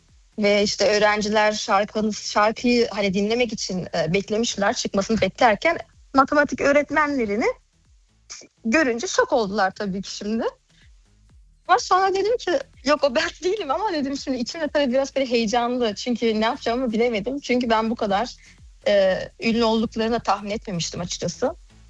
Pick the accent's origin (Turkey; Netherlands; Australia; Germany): Germany; Evet, Almanya'da doğdum. Almanya'da büyüdüm.